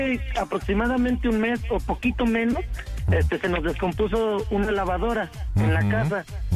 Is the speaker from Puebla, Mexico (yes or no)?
yes; Acatlán de Osorio, Puebla, Mexico; born there; also born or lived in State of Mexico; now in Ixtapaluca, Mexico; Yo nací aquí en México, ajá, en el estado, pero de niño, pues ya sabes, por las situaciones que pasan entre la familia, me tuve que ir a vivir a Puebla.